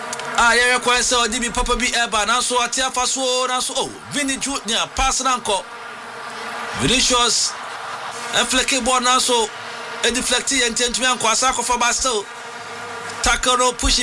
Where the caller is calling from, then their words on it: Dodua, Ghana; I'm calling from Dodua. Ghana will beat the team on Saturday.